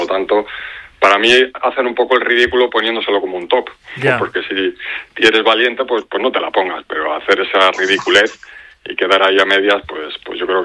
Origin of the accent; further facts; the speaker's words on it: Spain; Como español, yo estoy dolido e indignado por la situación que están sufriendo los españoles en Ceuta